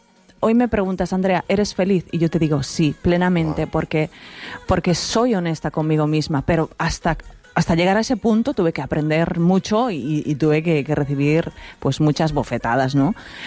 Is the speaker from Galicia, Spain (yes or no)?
yes; Galicia, Spain; now in Miami, United States; yo soy gallega, pero estoy en Miami